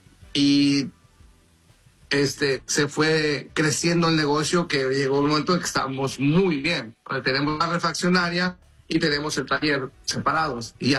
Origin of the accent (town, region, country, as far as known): Cintalapa, Chiapas, Mexico; born or raised there